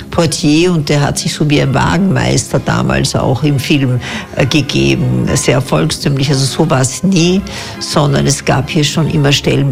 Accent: Vienna, Austria; born or raised there

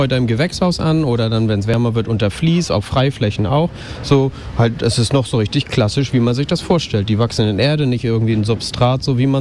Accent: Hamburg, Germany; Also wir sind aus Hamburg, Hamburg-Land, und kommen nach Hamburg, um regionale Produkte auf den Wochenmärkten zu verkaufen.

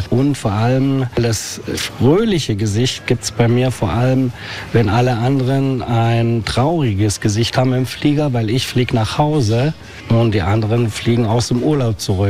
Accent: Bautzen, Saxony, Germany; moved away as an adult; also born or lived in Munich / London / Switzerland / France; now in Mallorca, Spain; Ich komme aus der Nähe von Dresden, aus Bautzen.

